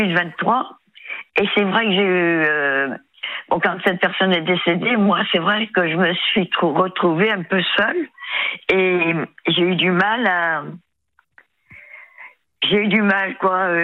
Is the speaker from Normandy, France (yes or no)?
no; Saint-Nazaire, Pays de la Loire, France; Oui, voilà, Saint-Nazaire, oui.